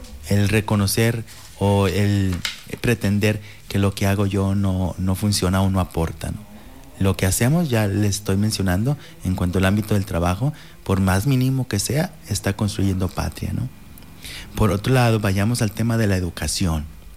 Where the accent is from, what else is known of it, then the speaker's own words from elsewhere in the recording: Mexico; Nosotros como mexicanos